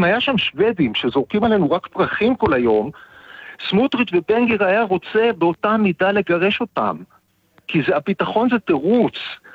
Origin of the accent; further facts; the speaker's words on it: Jerusalem, Jerusalem District, Israel; כשאני גדלתי בירושלים והייתי הולך לרקוד בשמחת תורה במאה שערים, זה היה העבר שלי, המסורת, הפולקלור